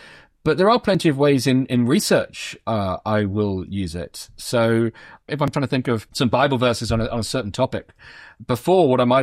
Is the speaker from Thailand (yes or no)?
no; United Kingdom; And then because I'm British, I finished by saying thank you to AI, and it said, no problem.